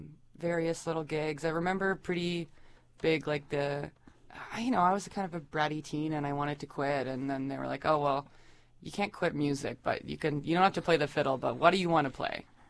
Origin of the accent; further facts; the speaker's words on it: Whitehorse, Yukon, Canada; I grew up here in Whitehorse